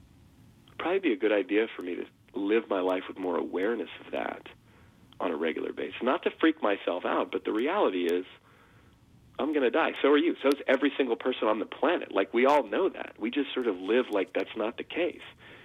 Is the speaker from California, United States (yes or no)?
yes; Oakland, California, United States; the house we grew up in Oakland.